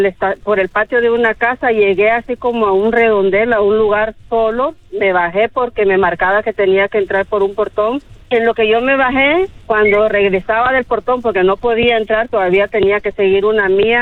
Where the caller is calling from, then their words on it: Los Angeles, California, United States; buena vibra desde aquí de Los Ángeles.